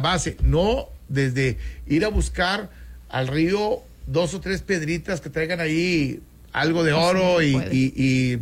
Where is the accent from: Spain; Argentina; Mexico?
Mexico